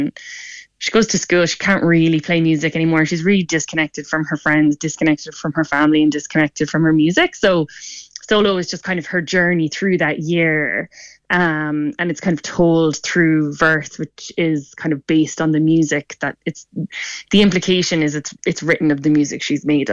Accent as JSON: {"language": "English", "town": "Sixmilebridge", "region": "Munster", "country": "Ireland", "moved": "yes", "lives_now": "Limerick, Ireland", "said": "So I'm from Six Mile Ridge in County Clare, and now I'm based in Limerick City"}